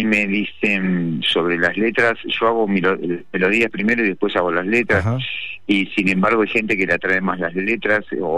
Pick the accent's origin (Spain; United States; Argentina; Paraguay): Argentina; Buenos Aires Province; a Julio en Virrey del Pino. Estamos medio, pero digamos, confluimos acá. Acá nos criamos y acá ensayamos todavía.